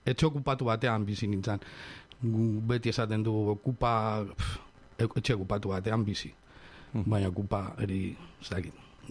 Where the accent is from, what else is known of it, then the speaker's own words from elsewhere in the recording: Portugalete, Basque Country, Spain; also born or lived in Bilbao / Trapagaran; Bilbo jaio nintzen. Baina urtsaroa pasan eban Portugalete eta Trapagan artean Portugalete ikastetxea jo nintzen eta gero Trapagan bizi izan naiz.